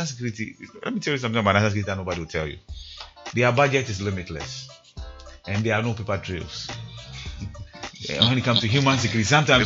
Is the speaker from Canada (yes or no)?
no; Ghana; it's not enough for you to tell me I'm a Ghanaian.